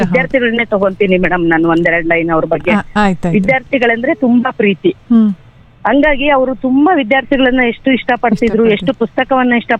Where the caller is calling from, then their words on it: Nerlagundi, Karnataka, India; ನೇರ್ಲಗುಂಡಿಯಿಂದ.